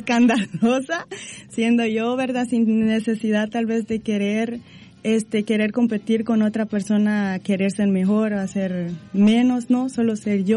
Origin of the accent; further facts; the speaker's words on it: El Salvador; moved away; yo soy salvadoreña